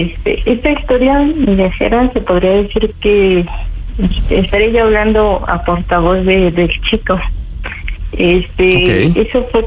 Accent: Tecámac, State of Mexico, Mexico; De Tecama, Estado de México.

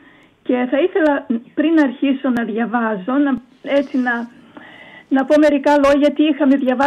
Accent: Eastern Macedonia and Thrace, Greece; born there; moved away; το χωριό μας, το σχολείο μου, το βουνό έτσι που το αγαπούσα πάρα πολύ, το βουνό Παγκαίο.

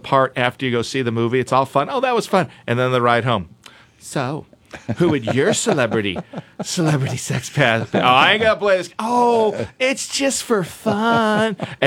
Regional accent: Peoria, Illinois, United States; I'm like, I'm a guy from Peoria.

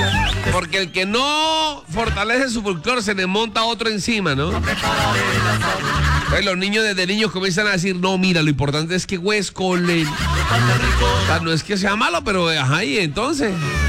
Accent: Huila, Colombia; fiestas del Huila son hermosas, las fiestas de mi tierra, qué linda que son.

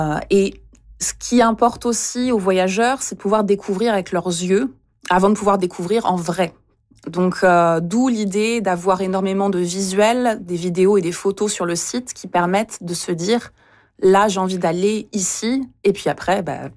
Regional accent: Quebec, Canada; Je suis quelqu'un du Québec qui habite ici. J'apprécie énormément de pouvoir célébrer ma propre culture dans ma région, sans aller au Québec.

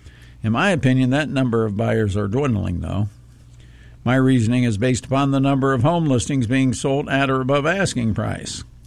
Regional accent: Ohio, United States; moved away; I grew up in Ohio.

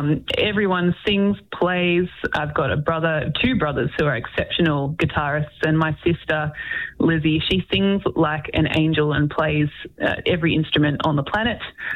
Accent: Melbourne, Victoria, Australia; moved away as an adult; now in near Ballarat, Australia; I was born and bred in Melbourne and I had a very Melbourne existence. So I went to school in Melbourne, I worked and studied and got married in Melbourne

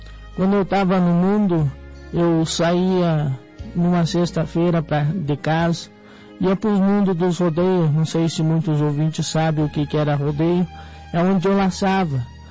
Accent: Guaramirim, Santa Catarina, Brazil; sou da cidade de Guaramirim, Santa Catarina.

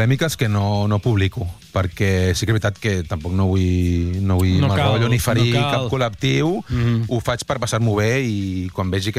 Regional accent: Viladecans, Catalonia, Spain; jo soc de Viladecans

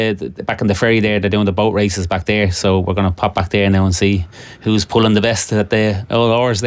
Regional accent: Dublin, Leinster, Ireland; No, I'm originally from Dublin. This is my mother's hometown. From she lives back the road in Muntraina there. So we finally moved down here about 4 years ago.

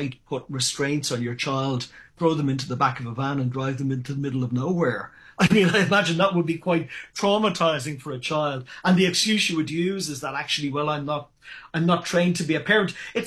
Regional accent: Ireland; as a young man growing up in Ireland in the 1980s and 1990s

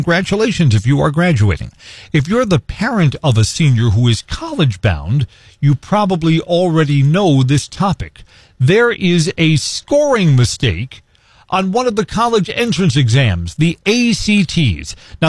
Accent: Bronx, New York, United States; No, but wait a minute, but I grew up in the Bronx. We don't grow a lot of potatoes in the Bronx.

